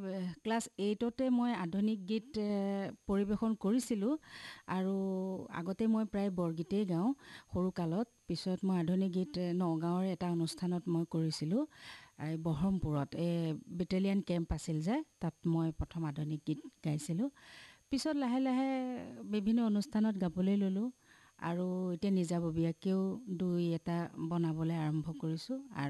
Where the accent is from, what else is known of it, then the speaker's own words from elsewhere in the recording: Kaki, Assam, India; আমি কাকীৰ, এক নং কাকীৰ এখন ভিতৰুৱা গাঁৱৰ ছোৱালী